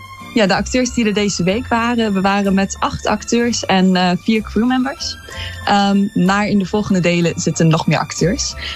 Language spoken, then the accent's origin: Dutch; Almelo, Overijssel, Netherlands; Ik kom uit Almelo